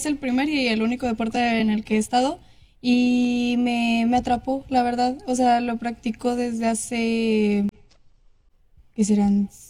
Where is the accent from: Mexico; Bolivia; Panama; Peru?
Mexico; Apodaca, Nuevo León; también soy de Apodaca, igual que Valeria.